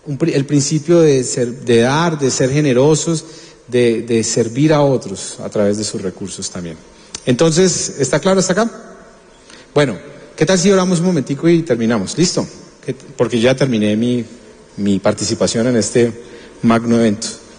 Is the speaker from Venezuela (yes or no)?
no; Colombia; nosotros como colombianos